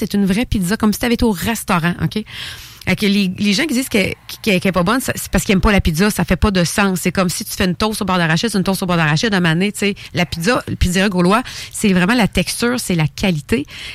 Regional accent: Thetford Mines, Quebec, Canada; C'est comme un peu, moi, bon, je viens de Tetford Mines

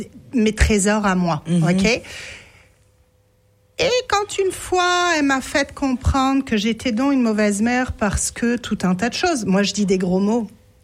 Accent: France; Moi, en tant que Française, j'ai baigné dans la culture militaire avec les guerres.

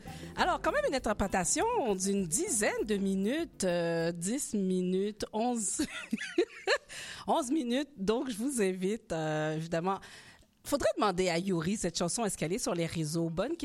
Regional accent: Montreal, Quebec, Canada; born there; Moi, je suis née ici à Montréal, donc je me permets de le dire, je suis québécoise.

